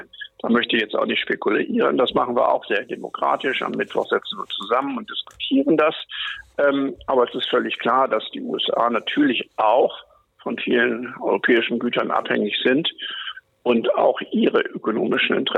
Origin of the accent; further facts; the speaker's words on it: Northern Germany, Germany; ich komme aus Norddeutschland, da sind wir sturmgeprobt